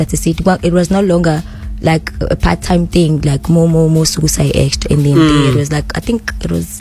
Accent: KwaZulu-Natal, South Africa; I'm from the South Coast, and I'm in the same Zumbe.

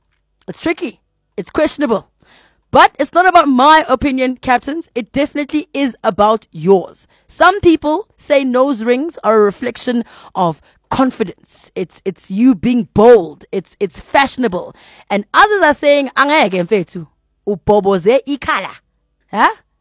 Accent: Alberton, Gauteng, South Africa; I'm from Alberton. There's not much that takes place in Bracken.

